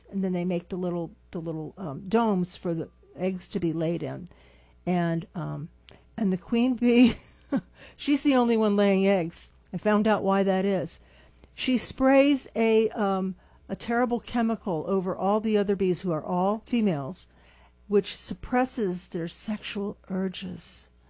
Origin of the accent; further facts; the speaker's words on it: Redwood City, California, United States; Yes, from Redwood City.